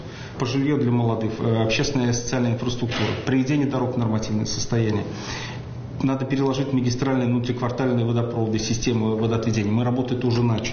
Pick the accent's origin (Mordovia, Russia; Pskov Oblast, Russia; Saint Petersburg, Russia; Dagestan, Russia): Mordovia, Russia; Я бы хотел продолжить работать в Мордовии. Это моя малая родина.